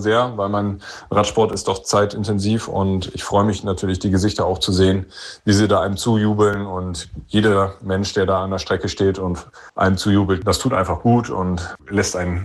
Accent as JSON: {"language": "German", "town": "Münster", "region": "North Rhine-Westphalia", "country": "Germany", "tie": "born there", "lives_now": "Coesfeld, Germany", "said": "als geborener Münsteraner"}